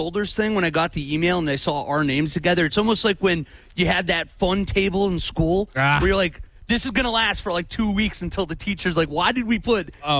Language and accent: English; Pittsburgh, Pennsylvania, United States; I'm from Pittsburgh, so I know there's some bias here.